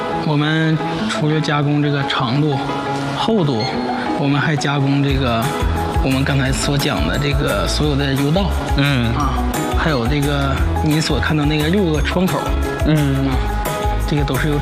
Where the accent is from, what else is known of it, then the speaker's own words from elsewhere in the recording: China; 外国人能做的，咱中国人一定能做，而且还可以做得更好。